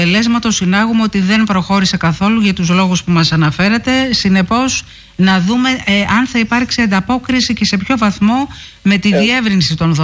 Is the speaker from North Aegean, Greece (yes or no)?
no; Kastoria, Western Macedonia, Greece; born there; moved away; Η Καστοριά είναι δίπλα, είναι η πατρίδα μου, παρεπιπτόντως.